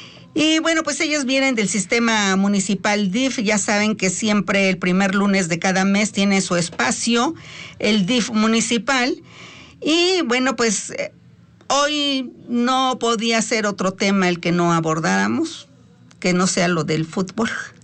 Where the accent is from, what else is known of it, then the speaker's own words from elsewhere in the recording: Mexico; Pues obviamente hay temas o hay eventos que nos unen como mexicanos